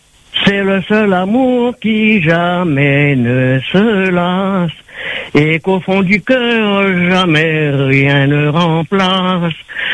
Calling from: Saint-André, Réunion; Oui, je suis de Saint-André.

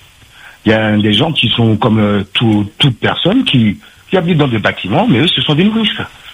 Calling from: Paris, Île-de-France, France; Bonjour, j'appelle de Paris.

